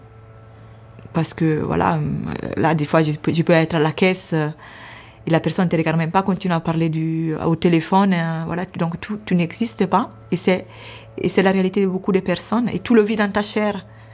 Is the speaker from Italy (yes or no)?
yes; Italy; French is a second language; moved away as an adult; also born or lived in Haiti; now in Paris, France; Je suis italienne et j'ai quitté l'Italie pour entrer dans la vie religieuse en 2008.